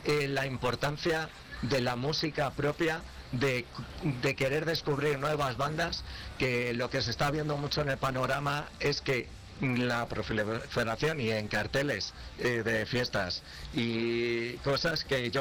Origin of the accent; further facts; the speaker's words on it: San Lorenzo de El Escorial, Community of Madrid, Spain; moved away as an adult; now in Cuéllar, Spain; yo vengo de San Lorenzo del Escorial, un poco de Madrid capital